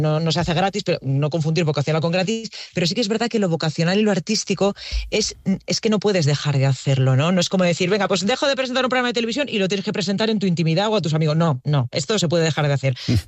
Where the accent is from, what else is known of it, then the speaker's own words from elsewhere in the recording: Valencian Community, Spain; yo soy de Baiduxó, que es un pueblo que está rodeado de montañas y que tiene el mar muy, muy, muy, muy cerquita, en Moncófar, Chilches, Burriana, Nules